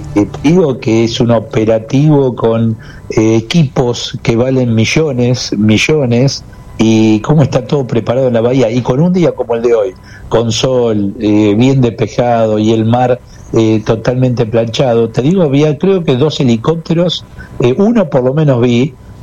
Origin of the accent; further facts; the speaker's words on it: Argentina; te escuchan que sos argentino